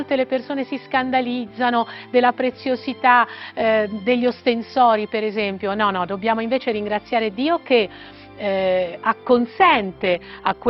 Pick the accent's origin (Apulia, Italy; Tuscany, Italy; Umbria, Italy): Umbria, Italy; Nella mia terra umbra non posso non ricordare l'infiorata di Spello, ma davvero questa è una bellissima tradizione.